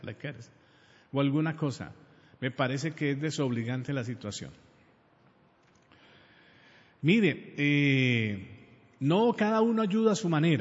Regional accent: Colombia; Nosotros los colombianos decimos tinto, no como los europeos, los españoles, que le dicen tinto al vinito rojo pequeño. No, nosotros le decimos tinto.

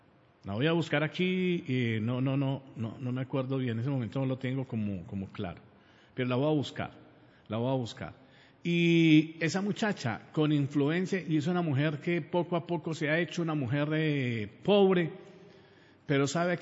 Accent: Colombia; Nosotros los colombianos decimos tinto, no como los europeos, los españoles, que le dicen tinto al vinito rojo pequeño. No, nosotros le decimos tinto.

